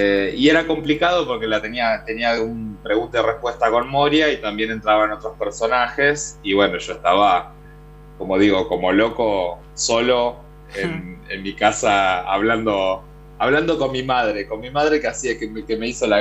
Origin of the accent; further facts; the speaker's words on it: Gualeguay, Entre Ríos, Argentina; moved away; Yo siento que hay algo de mística en Gualeguay, no sé. Quizás es el cariño que tengo de las raíces, que empecé ahí